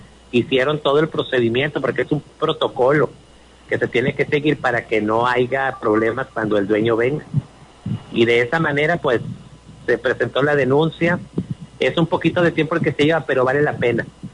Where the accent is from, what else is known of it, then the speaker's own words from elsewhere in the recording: Agujita, Coahuila, Mexico; como nos conocemos, somos aquí de Agujita.